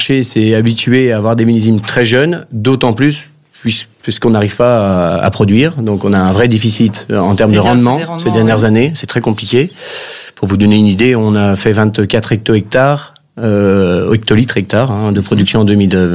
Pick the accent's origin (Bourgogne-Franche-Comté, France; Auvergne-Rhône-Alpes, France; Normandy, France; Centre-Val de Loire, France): Bourgogne-Franche-Comté, France; Mercurey; je viens de Mercurey, je suis originaire de Mercurey.